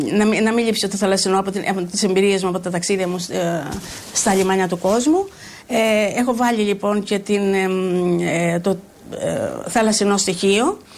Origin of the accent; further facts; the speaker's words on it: Ziros, Crete, Greece; moved away as an adult; του χωριού μου, είπαμε, από τις ιστορίες που άκουγα από τα μικρά τα μου μέχρι 22 χρόνια που έφυγε από το χωριό μου τη Ζήρου.